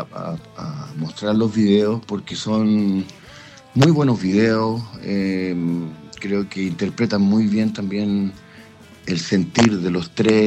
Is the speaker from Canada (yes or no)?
no; Concepción, Biobío, Chile; yo no soy chileno, yo soy de Conce.